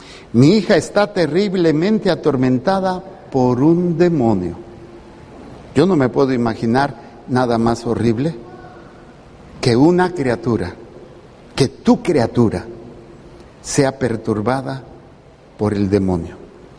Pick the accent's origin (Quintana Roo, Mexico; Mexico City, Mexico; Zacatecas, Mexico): Mexico City, Mexico; moved away as an adult; now in Baja California, Mexico; más de la mitad de mi vida llevo viviendo aquí. Yo soy chilango.